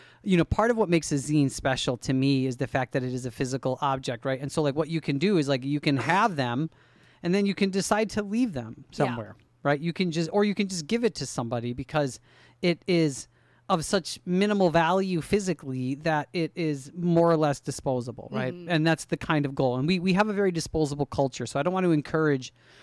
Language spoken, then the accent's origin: English; Milwaukee, Wisconsin, United States; born or raised there